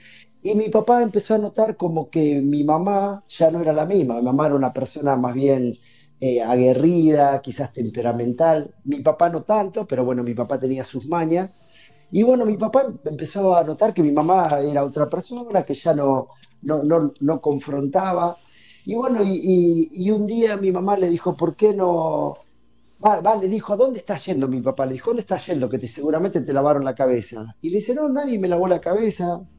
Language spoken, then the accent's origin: Spanish; Buenos Aires, Argentina; born there; yo nací en Capital, en un hogar, mi familia, mi papá, mi mamá, mi papá Miguel, mi mamá Betty, mis dos hermanas, una mayor y una menor. Yo nací en el año 74